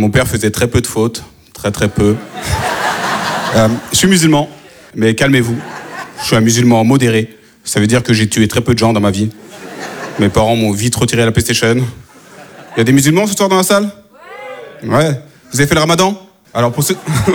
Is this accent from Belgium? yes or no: no; France; born there; Je lui dis madame, si je parle bien français, c'est peut-être parce que je suis né en France, vieille conne.